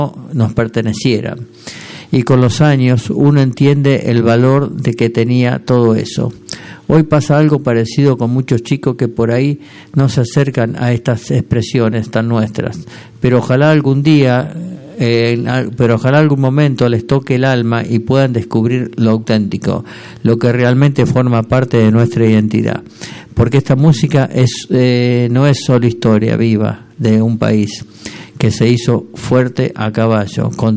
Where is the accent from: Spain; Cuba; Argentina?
Argentina; now in Antofagasta, Chile; Yo también soy un argentino que acompaña esta transmisión radial desde lejos, y la verdad emociona muchísimo escuchar estos versos tan criollos que te transportan por un rato a nuestro país, desde Antofagasta, Chile.